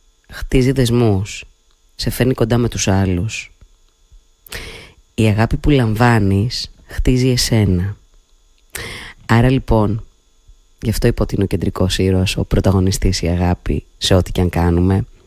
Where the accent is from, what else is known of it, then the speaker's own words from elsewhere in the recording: Central Greece, Greece; moved away; όταν ήμουν μικρή στο χωριό μου.